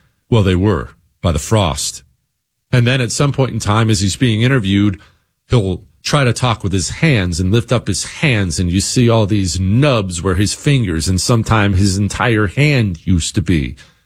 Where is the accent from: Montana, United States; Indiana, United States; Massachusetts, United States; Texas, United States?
Montana, United States; Told you these stories before growing up in Montana.